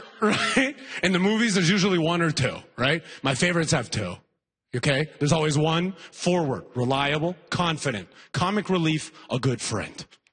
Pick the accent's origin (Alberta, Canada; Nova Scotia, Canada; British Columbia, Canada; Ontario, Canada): Alberta, Canada; After all, I grew up in Alberta.